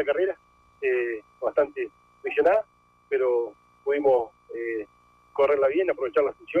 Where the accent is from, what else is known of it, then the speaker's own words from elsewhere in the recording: Gobernador Costa, Chubut, Argentina; Yo vengo de Gobernador Costa, un pueblo chico que hoy vengo a representar